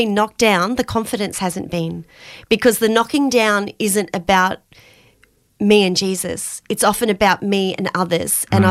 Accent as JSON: {"language": "English", "town": "Romsey", "region": "Victoria", "country": "Australia", "tie": "born or raised there", "said": "And I grew up in Romsey, which is about an hour out of Melbourne in rural. It was beautiful."}